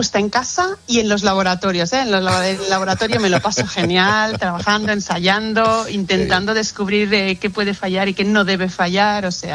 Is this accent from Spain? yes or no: yes; Barcelona, Catalonia, Spain; Yo soy de Barcelona, entonces la Sagrada Familia para mí es algo muy especial.